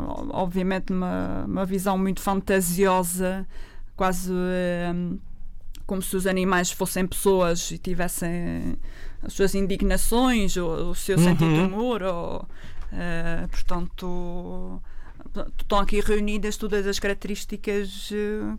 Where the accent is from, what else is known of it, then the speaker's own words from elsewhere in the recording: Azores, Portugal; Sou açoriana também